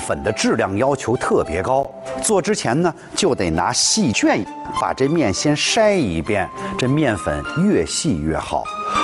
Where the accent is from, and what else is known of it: Northwest China, China